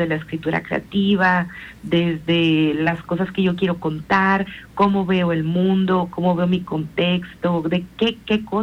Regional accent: Ciudad Obregón, Sonora, Mexico; moved away as an adult; now in Houston, United States; yo soy de Ciudad Obregón, Sonora, pero tengo viviendo en Texas desde el 2019.

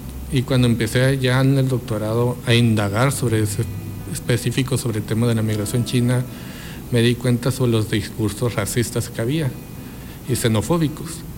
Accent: Nacozari, Sonora, Mexico; Aunque soy originario de Nacozari, pero pues, regresar e imaginarme cómo era la vida en el primeros años de la década del siglo XX

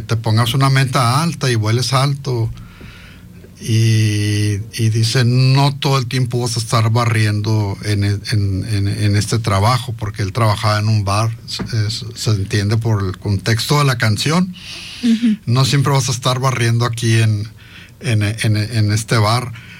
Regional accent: Hermosillo, Sonora, Mexico; born there; Bueno, yo nací en la Leonardo Colosio Juárez, en la que era la Clínica del Noroeste.

